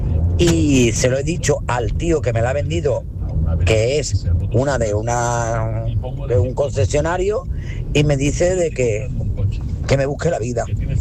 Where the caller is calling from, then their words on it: Seville, Andalusia, Spain; de Sevilla